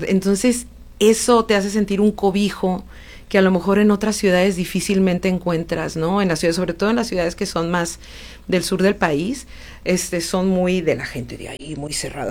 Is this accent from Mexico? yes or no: yes; Tijuana, Baja California, Mexico; also born or lived in Sonora; O sea, yo me siento tijuanense, soy una sonorense, una tijuanense nacida en Sonora, ¿no?